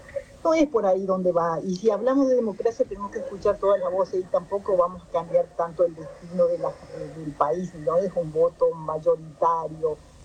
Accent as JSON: {"language": "Spanish", "country": "Paraguay", "moved": "yes", "said": "yo soy paraguaya, hablo guaraní"}